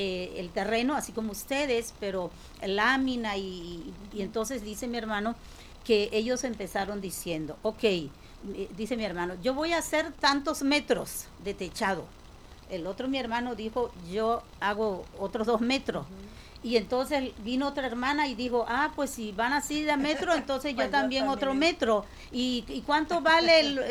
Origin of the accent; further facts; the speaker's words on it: Emiliano Zapata, Mexico; moved away; mis hermanos allá en mi pueblo, en Emiliano Zapata.